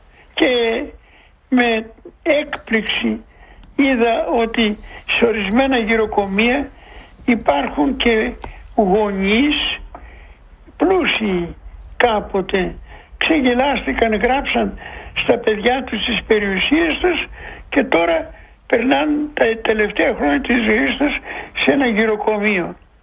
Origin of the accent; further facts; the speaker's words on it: Greece; Εγώ τώρα σκέφτομαι ποια είναι η πατρίδα μου.